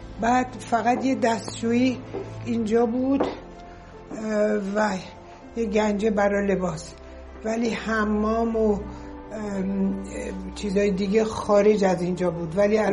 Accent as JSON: {"language": "Persian", "country": "Iran", "said": "یه دفعه یه کسی پرسید شما از کجا هستین، من که گفتم ما ایرانی هستیم"}